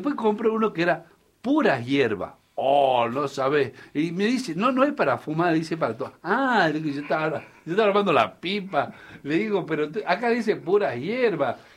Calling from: Argentina; Habemos gente pobre, Scaloni, somos argentinos de barrio La Lona. Somos pobres, somos sucios, somos indecentes y delincuentes, pero somos argentinos.

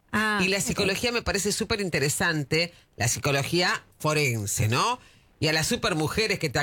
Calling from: Tucumán, Argentina; de Tucumán.

